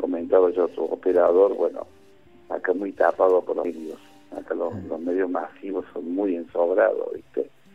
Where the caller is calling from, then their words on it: Córdoba, Argentina; Y aquí en Córdoba también estamos viviendo momento bastante complicado, ¿no?